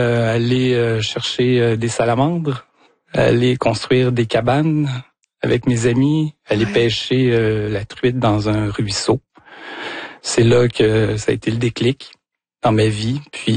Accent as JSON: {"language": "French", "town": "Saint-Michel-de-Bellechasse", "region": "Quebec", "country": "Canada", "tie": "born there", "lives_now": "Quebec City, Canada", "said": "de tout petit, lorsque j'habitais à Saint-Michel-de-Bellechasse, puis le fleuve était mon terrain de jeu, une forêt pas très loin aussi."}